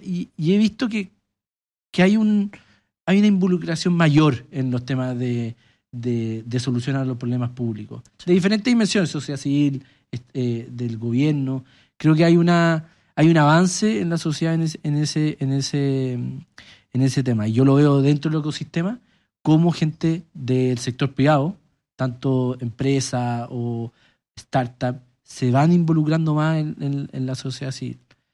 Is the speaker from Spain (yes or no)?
no; Colbún, Maule, Chile